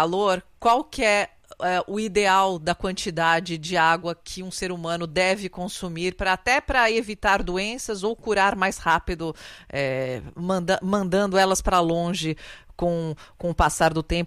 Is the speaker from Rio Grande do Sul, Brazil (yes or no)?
no; São Paulo, Brazil; Já sou alérgica, né? Como boa paulistana, já tô.